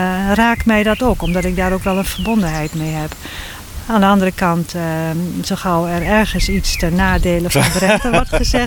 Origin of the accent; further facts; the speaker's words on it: Drenthe, Netherlands; Ik voel me Drents.